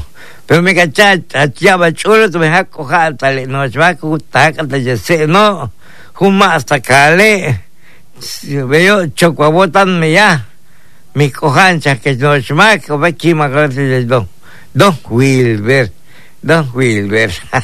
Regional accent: Yucatán, Mexico; Los yucatecos no debemos de agachar la cabeza.

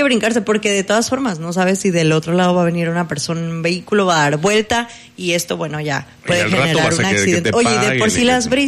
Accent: Manzanillo, Colima, Mexico; Nosotros los que somos acá de Manzanillo

